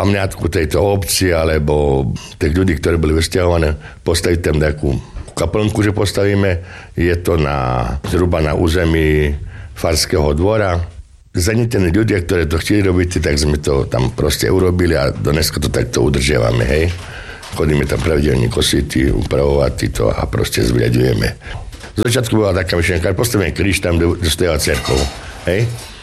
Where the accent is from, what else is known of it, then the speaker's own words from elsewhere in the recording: Žakovce, Prešov Region, Slovakia; also born or lived in Blažov; im z Žakovec, narodím sa v Bažovi, žijem tam zhruba jeden rok